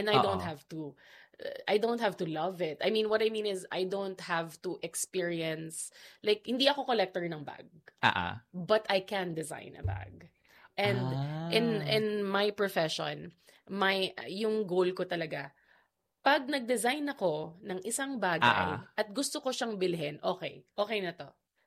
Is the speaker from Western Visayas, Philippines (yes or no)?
yes; Iloilo, Western Visayas, Philippines; So I wanted a small bag that, because I'm from Iloilo.